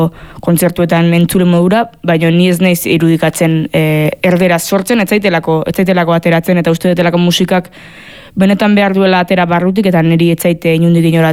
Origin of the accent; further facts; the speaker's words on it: Basque Country, Spain; nire jaioterriak aso oso txiki bat alako ere Gipuzkoa barnealdean, beti nik egunerokoan euskera egin ezen detelako nire familiarekin momentu guztietan, nire ingurua beti oso euskalduna izan dalako